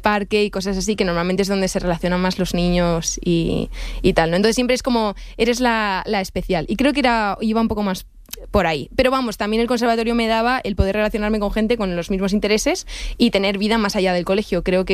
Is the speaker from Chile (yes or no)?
no; Madrid, Community of Madrid, Spain; Pero yo sí, soy madrileña.